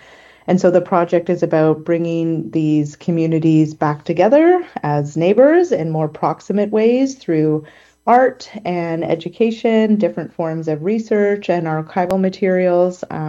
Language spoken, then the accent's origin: English; Six Nations, Ontario, Canada; I'm from Six Nations, which is also where I live.